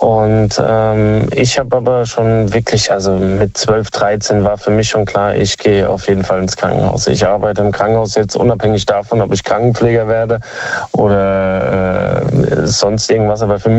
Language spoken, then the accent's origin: German; Kaiserslautern, Rhineland-Palatinate, Germany; now in Speyer, Germany